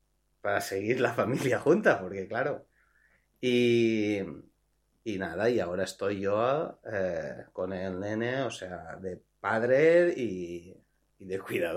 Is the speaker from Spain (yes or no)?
yes; Alicante, Valencian Community, Spain; now in Vilanova i la Geltrú, Spain; ella trabaja aquí en Vilanova i la Geltrú, nosotros somos de Alicante